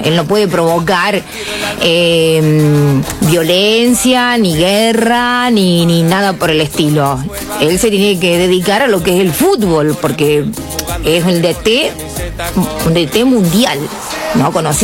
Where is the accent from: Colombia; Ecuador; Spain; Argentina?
Argentina; Somos solamente los argentinos.